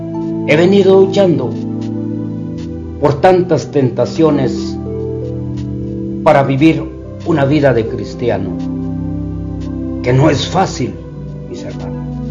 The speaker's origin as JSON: {"language": "Spanish", "town": "San Miguel Dueñas", "region": "Sacatepéquez", "country": "Guatemala", "said": "Soy de San Miguel Dueñas."}